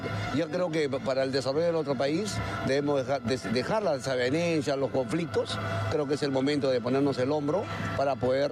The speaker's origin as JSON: {"language": "Spanish", "town": "Huarochirí", "region": "Lima", "country": "Peru", "said": "yo vengo de provincia, vengo de Huarochirí"}